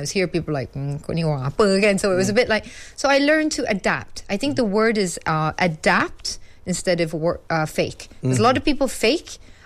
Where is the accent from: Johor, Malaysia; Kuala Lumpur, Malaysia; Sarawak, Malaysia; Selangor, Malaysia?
Selangor, Malaysia; Shah Alam; also born or lived in Ireland / Sungai Buloh / Petaling Jaya; So even though I was born in Ireland, but I was raised here in Malaysia. Mm. So I was raised in Shah Alam, in Sungai Buloh. Mm-hmm. I was raised in PJ.